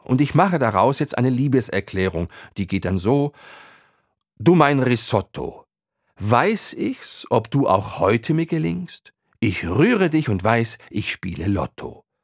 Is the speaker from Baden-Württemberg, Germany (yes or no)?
yes; Stuttgart, Baden-Württemberg, Germany; Ich als Stuttgarter